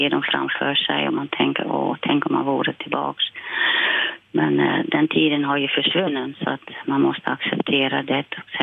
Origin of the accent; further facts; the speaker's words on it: Silvolde, Gelderland, Netherlands; Swedish is a second language; now in Sweden; Där de bodde och jag var från Silvolde så att jag hade en vän, en tremänning med mig